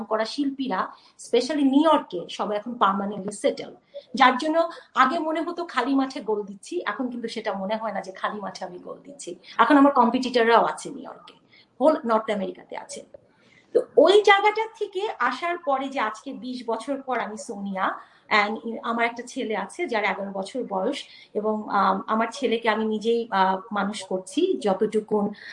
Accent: Bangladesh; এক হচ্ছে যে আমরা বাংলাদেশি, হ্যাঁ, so we came from like Yoon

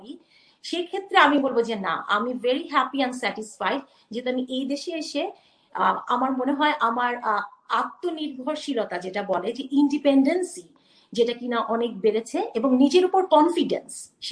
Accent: Bangladesh; এক হচ্ছে যে আমরা বাংলাদেশি, হ্যাঁ, so we came from like you know একটা ভ্যালুস থেকে, হ্যাঁ, একটা কালচার থেকে। তুমি যদি আমাকে বলো অ্যাজ এ বাংলাদেশি হিসেবে

